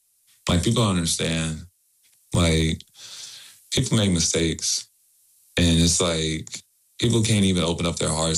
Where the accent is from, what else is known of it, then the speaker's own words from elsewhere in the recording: Houston, Texas, United States; So born and raised Houston, Texas